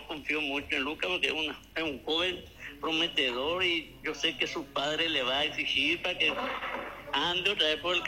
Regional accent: Pedro Juan Caballero, Amambay, Paraguay; yo soy de Pedro Juan

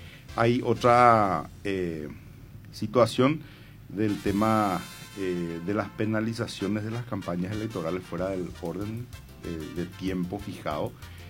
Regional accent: Paraguay

